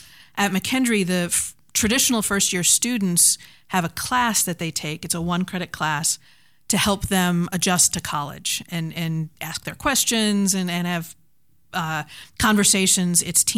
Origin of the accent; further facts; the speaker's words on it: Wisconsin, United States; moved away as an adult; also born or lived in Louisville, Kentucky; now in St. Louis, United States; Well, so I grew up in Wisconsin.